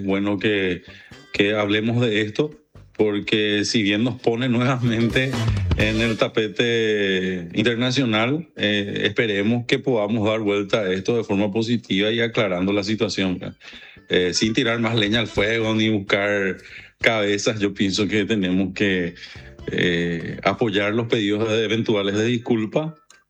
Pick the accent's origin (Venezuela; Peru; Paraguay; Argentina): Paraguay; porque eso somos los paraguayos y no somos eso que ella refleja.